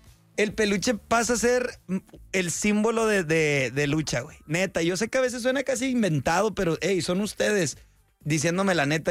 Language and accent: Spanish; southern Mexico, Mexico; Yo vengo del sur de México, de donde sea que estés de tu estado, mi hermano.